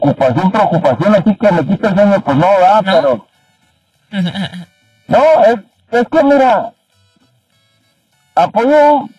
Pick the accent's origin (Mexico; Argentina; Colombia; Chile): Mexico; soy mexicano y sigo apoyando a la selección.